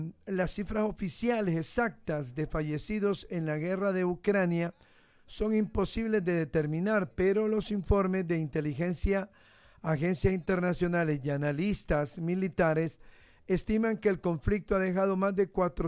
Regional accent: Honduras; siendo yo un hondureño

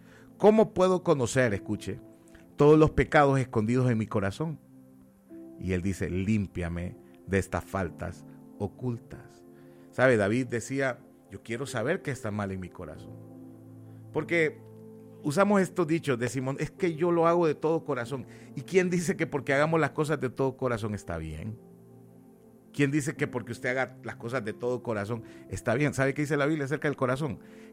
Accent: Honduras; moved away; nosotros como nación, Honduras, porque soy hondureño, aunque vivo en otro país

